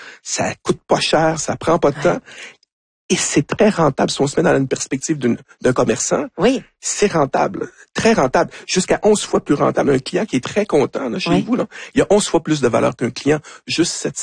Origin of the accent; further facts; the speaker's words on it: Quebec, Canada; On est des Canadiens. Ah, blablabla, bla, bla, québécois, etc.